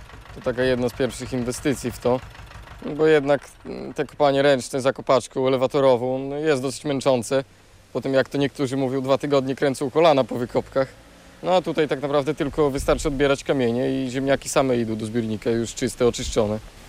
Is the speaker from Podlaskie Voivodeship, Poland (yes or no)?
yes; Podlaskie Voivodeship, Poland; U nas na Podlasiu ludzie bardzo lubią ziemniaki Irys i Irga.